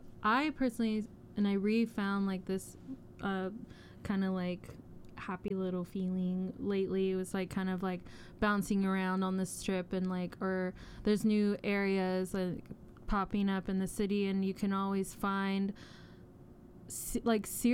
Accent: San Antonio, Texas, United States; yeah, we're from the 210

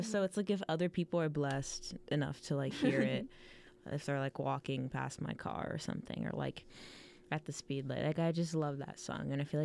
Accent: Frisco, Texas, United States; now in Austin, United States; I'm from Frisco

